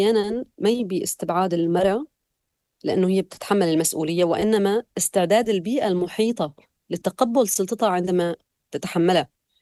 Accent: Syria; now in Germany; يعني أنا بقول أنا سورية وألمانية وما بشوف أبدا تناقض بهذا الشيء بصراحة، وما لي محتاجة أبدا أني أنا ألغي جزء من هويتي السورية حتى أثبت هويتي الألمانية. أنا دائما بقول أنا عايشة بين ثقافتين

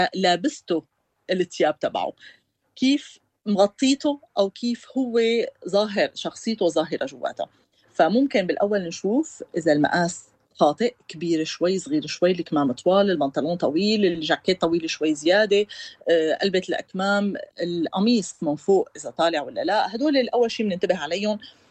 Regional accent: Syria; كسورية، أولا كنظرة الناس للدبلوماسيين عنا.

